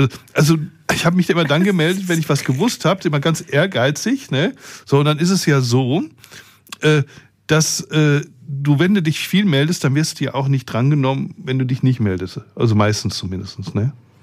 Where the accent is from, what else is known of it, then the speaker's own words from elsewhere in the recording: Rüsselsheim, Hesse, Germany; born there; also born or lived in North Rhine-Westphalia; dass ich aus NRW komme. Ne? Aber eigentlich im Herzen schon seit meinem ersten Lebensjahr Rüsselsheimer. Und natürlich auch Hesse.